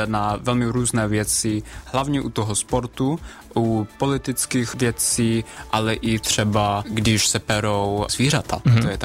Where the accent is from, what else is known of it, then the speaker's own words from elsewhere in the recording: Mexico; now in Czech Republic; jsem z Mexika a stejně i když vyhraje Česko, tak mám i české kořeny nějaké